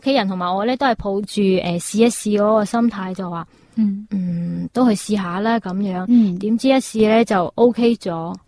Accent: Jiangmen, Guangdong, China; born there; 我本身咧，我系喺江门出世嘅，江门市出世，咁样一直唱粤曲啦。

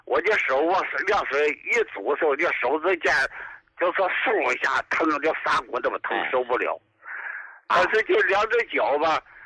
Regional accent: Dalian, Liaoning, China; 啊，好，我是大连的，那怎么能给我邮来还是怎么弄？

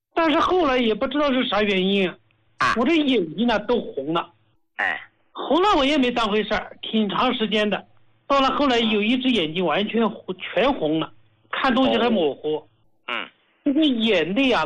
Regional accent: Hubei, China; 我是胡家老哥的受益者，我是湖北人，

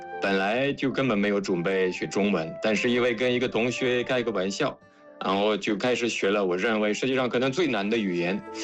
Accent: France; Chinese is a second language; 我是法国人

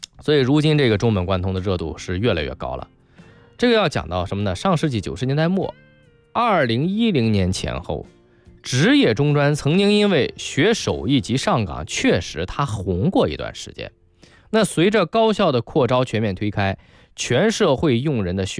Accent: Shandong, China; moved away; 确实我是在山东长大的啊。其实我的怎么说呢，我这个身份吧有两层，从小长大的地方是在山东，但是我的祖籍是在汕头，我其实是半个潮汕人，

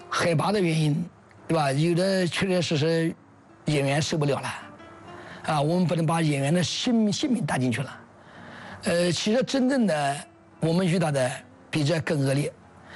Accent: Guangdong, China; 我们是广东的，这是广东的这个原长故事。

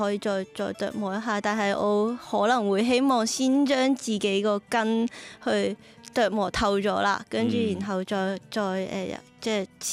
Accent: Macau; 咁我始終我係澳門人啦，咁即係我都係呢個大灣區長大，咁我覺得即係都係我最熟悉嘅語言同埋最熟悉嘅一個音樂體系咯。

